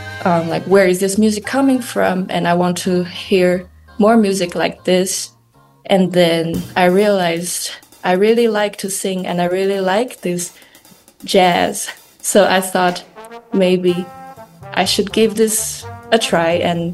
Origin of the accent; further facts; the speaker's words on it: Chongqing, China; moved away as an adult; also born or lived in Beijing; So I grew up in Chongqing. It's a city in the south part of China. Where I grew up, there was not a lot of like jazz happening. I didn't know about jazz until I went to school in Beijing, like at 18